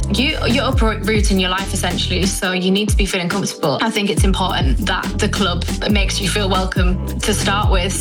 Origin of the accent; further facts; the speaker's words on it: Middlesbrough, North East England, United Kingdom; moved away as an adult; also born or lived in London / Germany; now in Blackburn, United Kingdom; And we just moved in January from Germany, St. Pauli. So I am originally from Middlesbrough. Moved to London when I was 18 for uni.